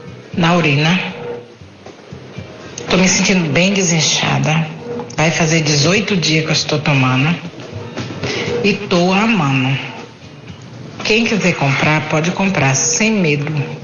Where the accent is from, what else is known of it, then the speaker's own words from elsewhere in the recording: Campinas, São Paulo, Brazil; Boa tarde, sou da cidade de Campinas.